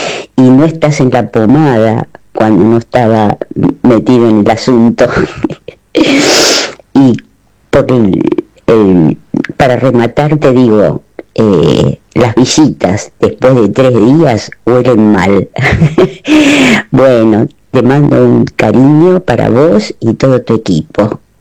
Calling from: Buenos Aires, Argentina; de Flores.

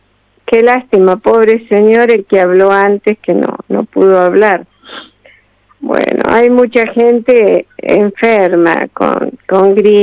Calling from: Santa Rosa, La Pampa, Argentina; de La Pampa.

